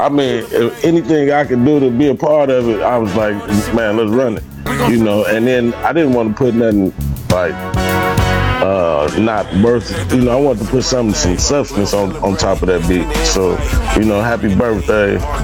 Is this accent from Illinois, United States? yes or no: yes; Chicago, Illinois, United States; now in US West Coast; Born and raised in Chicago.